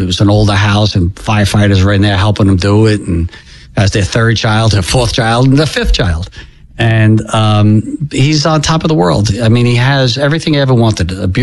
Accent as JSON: {"language": "English", "town": "Staten Island", "region": "New York", "country": "United States", "said": "We're all from Staten Island."}